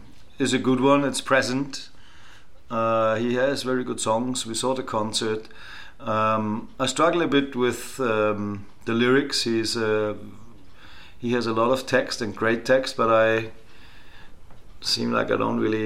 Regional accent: Austria; I think it was, I'm from Austria, obviously

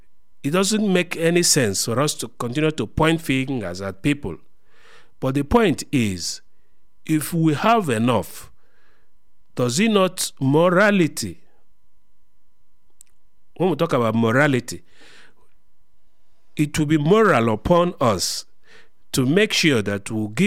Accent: DR Congo; I was from the Democratic Republic of Congo.

